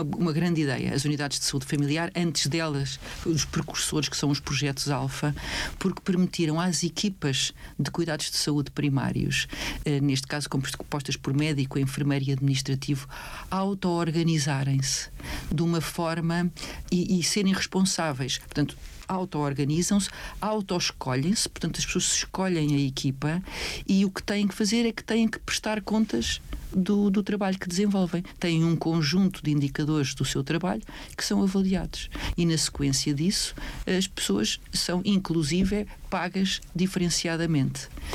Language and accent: Portuguese; Lisbon, Portugal; moved away as an adult; now in Sesimbra, Portugal; eu fui nascida e criada em Lisboa, mesmo no centro, na zona do Rato, do Largo do Rato.